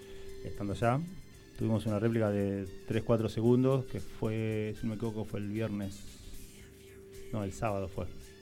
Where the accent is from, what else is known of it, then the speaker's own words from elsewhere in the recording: Argentina; ¿de dónde sos? Argentino